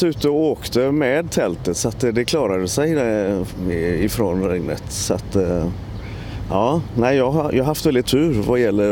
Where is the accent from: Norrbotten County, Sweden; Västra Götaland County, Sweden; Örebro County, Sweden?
Västra Götaland County, Sweden; Kungälv; now in Gotland, Sweden; Jag är uppväxt i Romelanda egentligen utanför Kungälv. Men jag har tillbringat mycket tid i Kungälv. Mm. Så jag är härifrån.